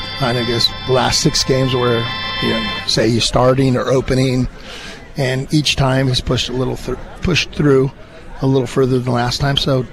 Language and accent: English; Hayward, California, United States; I grew up in the East Bay, so I grew up in Hayward, of all places.